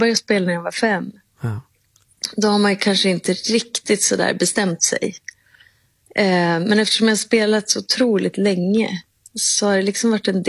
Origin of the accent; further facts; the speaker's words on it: Umeå, Västerbotten County, Sweden; Och jag är ju från Umeå.